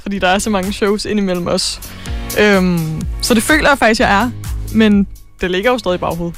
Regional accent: Aarhus, Central Denmark Region, Denmark; jeg er fra Aarhus

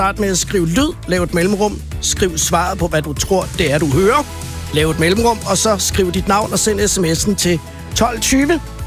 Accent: Virum, Capital Region of Denmark, Denmark; bodegaen Det Gamle Bageri på Virumvej, hvor jeg kommer fra.

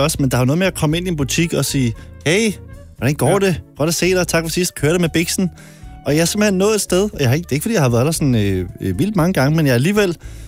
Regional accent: Søborg, Capital Region of Denmark, Denmark; jeg er opvokset i Søborg.

